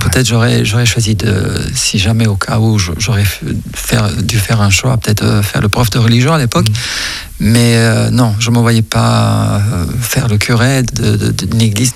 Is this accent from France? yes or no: no; Sicily, Italy; Oui, c'est la Sicile. Je viens de Sicile.